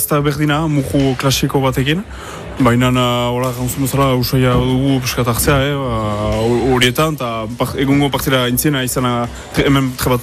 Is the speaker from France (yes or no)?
yes; Saint-Étienne-de-Baïgorry, Nouvelle-Aquitaine, France; 25 urtetut, eta Baigurrikoan iz.